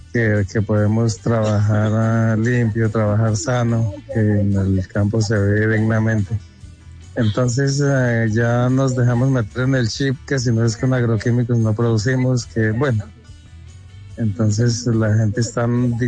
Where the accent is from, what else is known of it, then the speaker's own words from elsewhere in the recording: Guayatá, Boyacá, Colombia; es de los municipios que más le aportamos agua a la represa de Chivor.